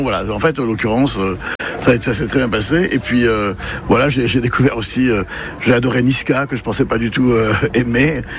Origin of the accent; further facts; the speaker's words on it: Brittany, France; first language Breton; French is a second language; Alors je dis toujours que c'est une grande catastrophe que j'ai perdu ma langue maternelle, le breton.